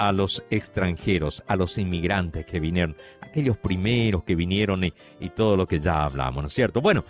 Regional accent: Paraguay

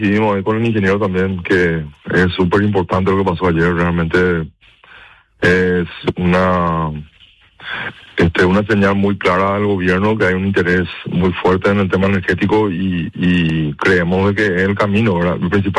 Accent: Paraguay

